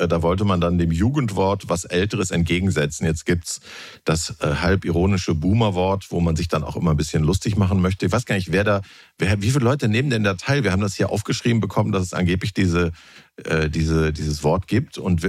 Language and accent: German; North Rhine-Westphalia, Germany; ich komme ja aus Ostwestfalen, aber wir haben uns ja beide in Niedersachsen dann getroffen.